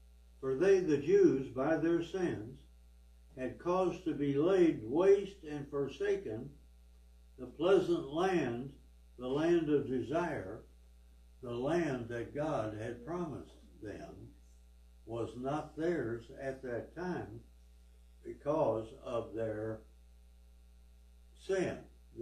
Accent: Missouri, United States; In my hometown, where I grew up in Missouri, there was one Jewish family.

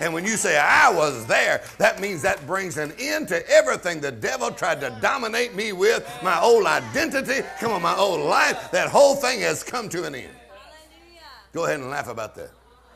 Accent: Texas, United States; I wasn't there. I'm from Texas. I wasn't there.

